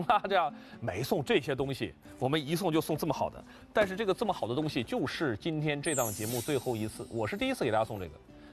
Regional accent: Heilongjiang, China; 作为我一个北方人，从小在北方长大，黑龙江长大的孩子来说

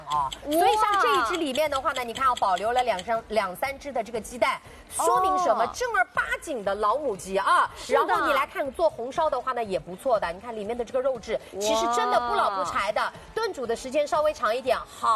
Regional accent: Jiangxi, China; moved away; 我老家是江西的，实话实说，嗯，我们老家也有这种所谓的这种山窝鸡，

